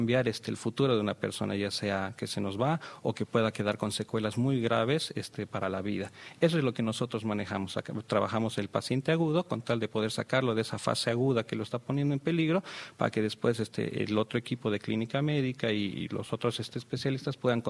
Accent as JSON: {"language": "Spanish", "country": "Mexico", "tie": "born there", "also_born_or_lived": "Bolivia", "said": "yo soy nacido en México, mamá mexicana, papá boliviano, mi vida entre México y Bolivia."}